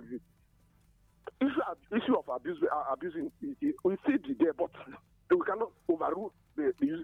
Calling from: Enugu, Enugu State, Nigeria; I'm calling from Enugu.

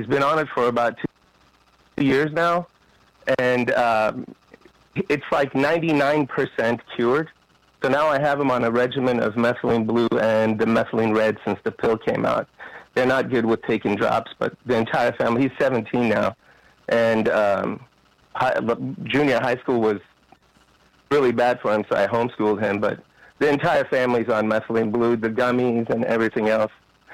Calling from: California, United States; from California.

